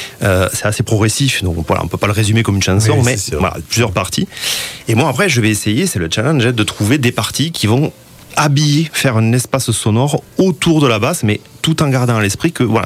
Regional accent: Occitanie, France; Alors moi, je suis occitan. J'ai vécu d'Algers toute ma vie, même si j'ai pu travailler un petit peu ailleurs, bouger.

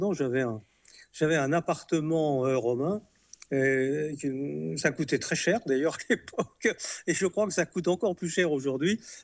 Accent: Lyon, Auvergne-Rhône-Alpes, France; moved away as an adult; Je suis né à Lyon, je suis resté à Lyon pendant 20 ans.

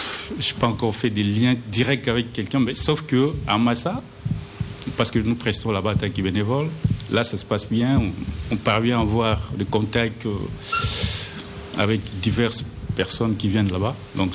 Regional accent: Kinshasa, DR Congo; French is a second language; moved away as an adult; now in Lourdes, France; Je viens de Kinshasa

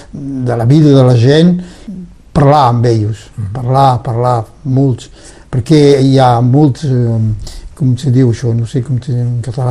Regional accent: Catalonia, Spain; Jo soc un català, ella el català, mai tenim pas africans dins de la família.

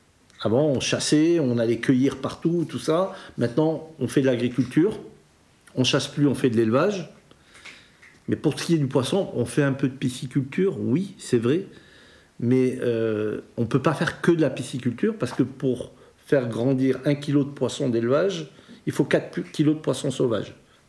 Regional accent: Algeria; now in France; Quand je suis parti d'Algérie

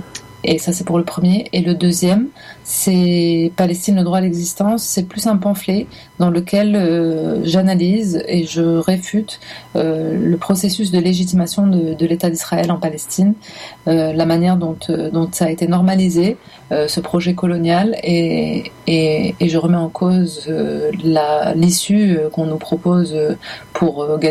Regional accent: Algeria; Parce que j'ai grandi en Algérie, je suis née et j'ai grandi en Algérie, dans l'Algérie postcoloniale

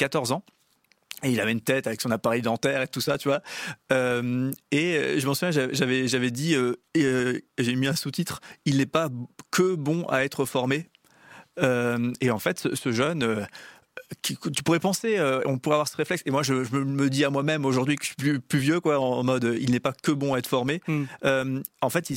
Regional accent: Strasbourg, Grand Est, France; Moi, je viens de Strasbourg.

